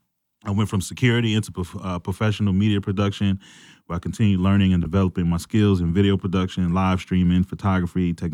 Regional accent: Linden, New Jersey, United States; I'm a Jersey guy, born and raised in Linden, New Jersey. So much of who I am comes from family, mm-hmm. faith, community, and service.

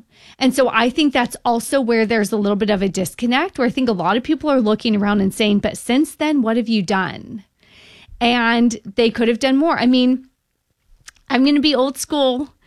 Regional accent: New York, United States; my hometown of New York.

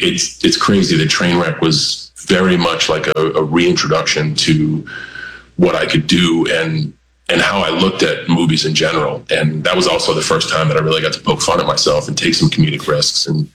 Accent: New England, United States; We're all from New England and like me, Mark Wahlberg, Matt Damon kind of share some weird similarities, not doppelgangers of each other, but we're all from there.

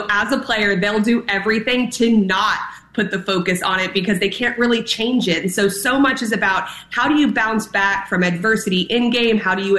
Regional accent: Texas, United States; being a Texan

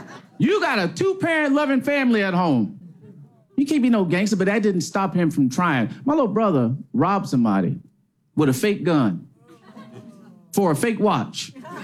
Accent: Detroit, Michigan, United States; I'm from Detroit.

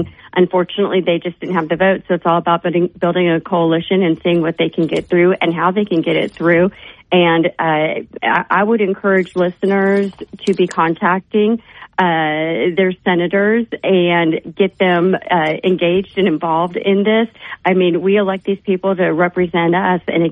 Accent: Kentucky, United States; my home state of Kentucky

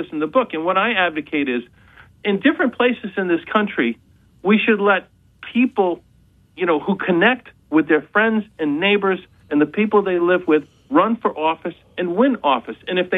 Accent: New England, United States; I grew up in New England

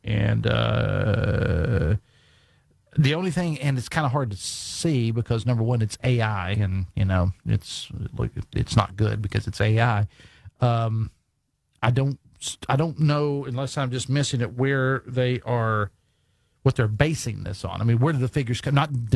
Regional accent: Logan, West Virginia, United States; my hometown

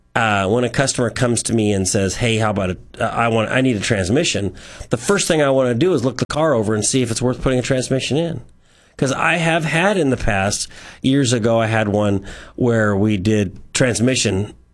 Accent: United States; at least as an American

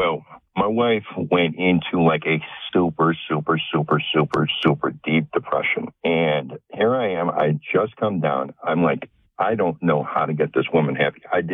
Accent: Chicago, Illinois, United States; moved away as an adult; now in New Orleans, United States; Anyway, I was born and raised in Chicago, and I met my wife after 9/11 playing backgammon online, and she was from New Orleans. So in December of 2004, I moved down to New Orleans

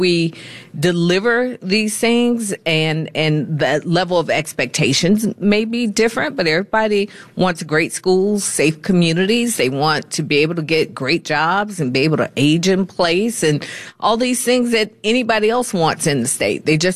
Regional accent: Atlanta, Georgia, United States; Now, I love Metro Atlanta. It's home. Mm-hmm. I'm born and raised in Atlanta.

